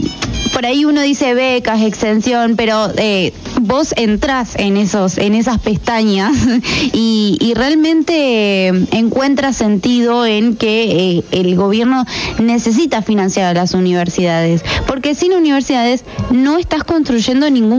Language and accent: Spanish; Entre Ríos, Argentina; muchos venimos de otras ciudades de Entre Ríos, en mi caso no